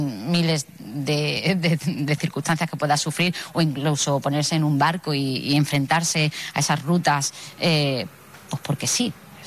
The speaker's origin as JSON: {"language": "Spanish", "region": "Ceuta", "country": "Spain"}